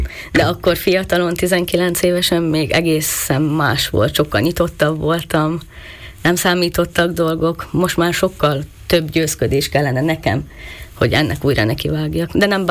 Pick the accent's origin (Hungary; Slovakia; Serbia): Slovakia; now in England, United Kingdom; én szlovákiai magyar vagyok